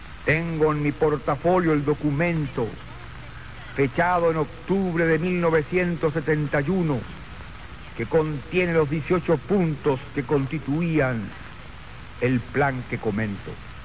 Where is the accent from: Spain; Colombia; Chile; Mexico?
Chile